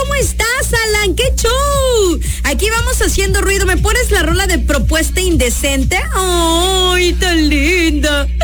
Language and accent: Spanish; Mexico; La celebración se hizo en grande como buenos mexicanos, celebrando, por supuesto, el gran triunfo de México el día de ayer